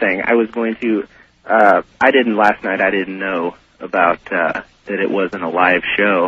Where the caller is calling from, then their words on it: Tornado Alley, United States; I'm calling from Tornado Alley, by the way.